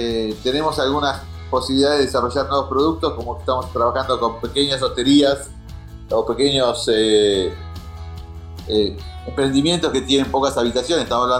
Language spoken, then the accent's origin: Spanish; Bariloche, Río Negro, Argentina; born there; desde que yo nací en Bariloche